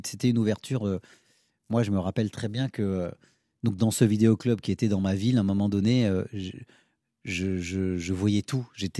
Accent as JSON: {"language": "French", "country": "France", "said": "Et notre identité qui est française, parce qu'on est des Français"}